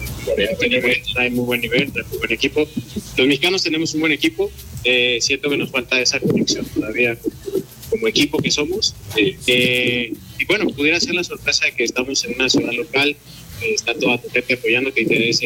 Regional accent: Mexico City, Mexico; now in Guadalajara, Mexico; Yo soy de Ciudad de México, llevo viviendo acá casi 6 años.

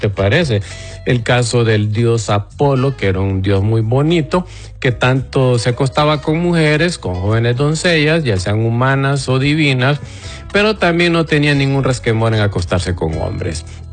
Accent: Honduras; mi país, Honduras

